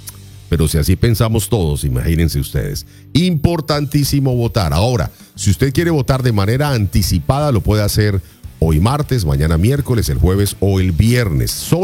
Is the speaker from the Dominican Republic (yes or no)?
no; Colombia; now in United States; ¿qué debemos hacer como colombianos? Ir a votar.